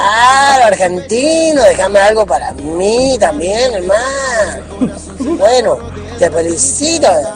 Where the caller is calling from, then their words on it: Santiago, Santiago Metropolitan Region, Chile; Te mando un abrazo de aquí de Santiago de Chile.